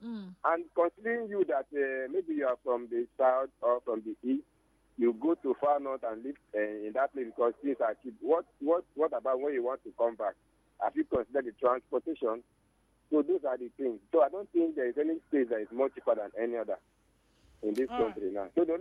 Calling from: Ihiala, Anambra, Nigeria; I'm calling you from Asia in Chapaco.

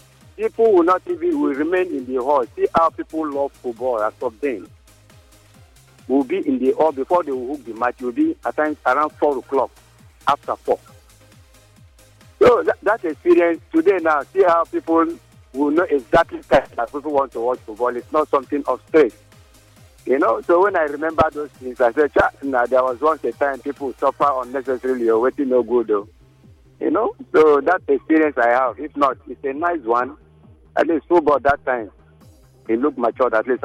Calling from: Andoni, Rivers, Nigeria; I'm calling from Andoni.

